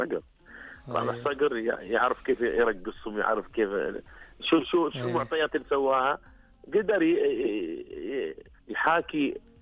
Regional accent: Saudi Arabia; now in United Arab Emirates; انا مطرب سعودي عايش في الامارات

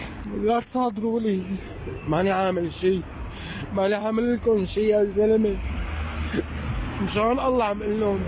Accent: Egypt; انا مواطن مصري، ما لي علاقة لا بالنظام ولا لي علاقة بهدول ولا بهدنك ولا بحدا.

